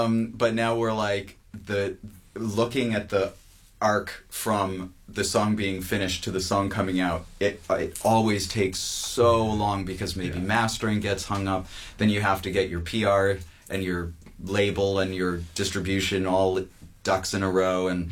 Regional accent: Dartmouth, Nova Scotia, Canada; my hometown, Dartmouth, Nova Scotia

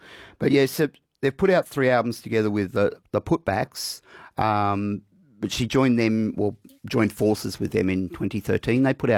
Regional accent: Sydney, New South Wales, Australia; Like, you know, I grew up in Sydney

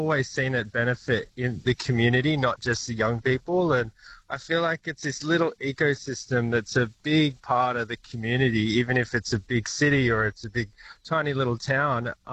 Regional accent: Leeton, New South Wales, Australia; I grew up in Leeton and we didn't have a skate park.

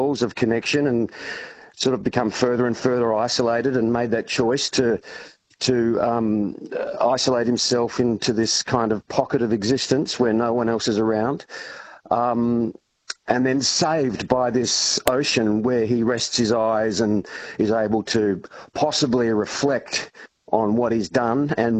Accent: South Australia, Australia; So I've spent many years in growing up in South Australia, actually.

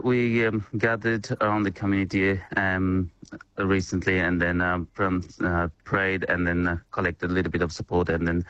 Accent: Nepal; born or raised there; now in Traralgon, Australia

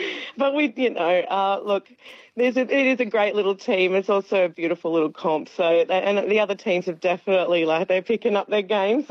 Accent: Bondi, New South Wales, Australia; also born or lived in Canberra; now in Narooma, Australia; I grew up in Bondi, moved to outside a farm in Canberra in around 2010, and then we've just moved to Naruma last year.

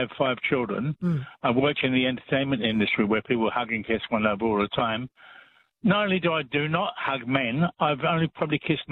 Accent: England, United Kingdom; I mean, I'm an Englishman, which we are not overly affectionate like Latin people

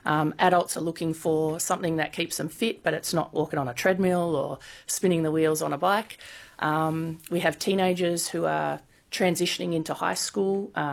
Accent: New South Wales, Australia; We've got, I think we've got 18 people coming from our region. We're all from the Illawarra.

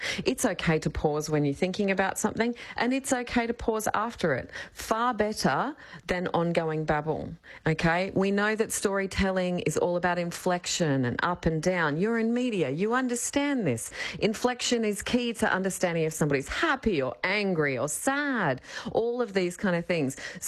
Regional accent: Australia; Well, it feels weird as an Australian.

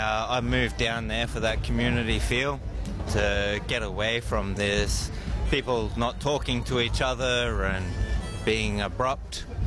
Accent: Rockhampton, Queensland, Australia; I'm actually living down in Maribor, but I'm from Rockhampton.

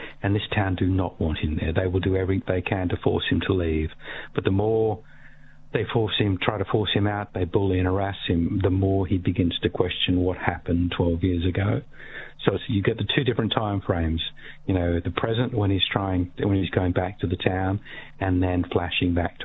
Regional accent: Australia; Is why are you, as an Australian writer, have you never set a book in Australia?

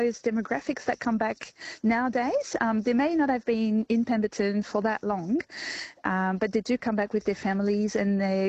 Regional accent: French Alps, France; English is a second language; Yes, in fact, I grew up in the French Alps, so as far as I can remember, I was climbing cliffs and trees.

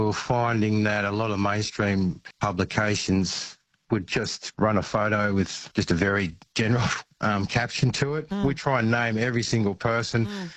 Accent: Mullumbimby, New South Wales, Australia; I grew up in Mullumbimby

